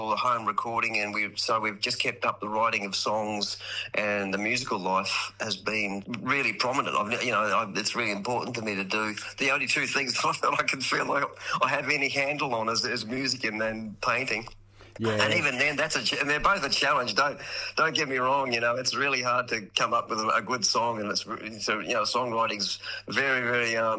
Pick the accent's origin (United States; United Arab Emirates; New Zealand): New Zealand; now in Australia; And he ended up coming when we grew up in New Zealand, and my mum and dad emigrated over to Australia in late 68.